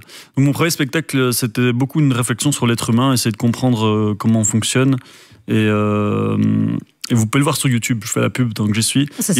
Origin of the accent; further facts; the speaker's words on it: Belgium; je pense qu'on peut, en tant que Belge être fier de tout le talent qui malheureusement n'est pas toujours très connu